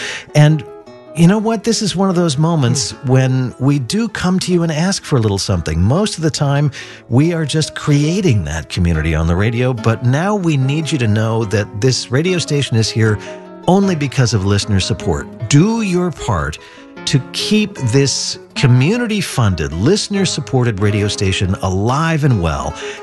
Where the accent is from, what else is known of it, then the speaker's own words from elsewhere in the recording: Portland, Oregon, United States; also born or lived in New York City / Washington, D.C. / Minneapolis; I grew up here in Portland, went to Ainsworth Grade School and Lincoln High School. Then went to Oregon State and then moved off to New York and did classical music radio in New York City and Washington, D.C. and Minneapolis